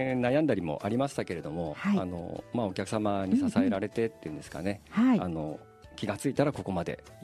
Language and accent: Japanese; Nagoya, Aichi, Japan; born there; also born or lived in Matsumoto, Japan; 私は生まれは愛知県の名古屋市でして、うんうん、まあ、学生時代にですね、長野県松本市にいたこともあるんですけれども